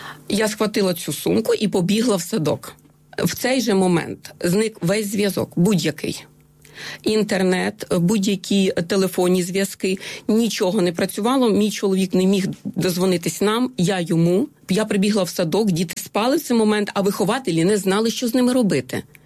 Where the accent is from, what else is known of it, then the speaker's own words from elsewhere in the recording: Donetsk Oblast, Ukraine; born there; Це моя мала батьківщина, я там народилася. Олександрівська громада, як на сьогодні вона так називається.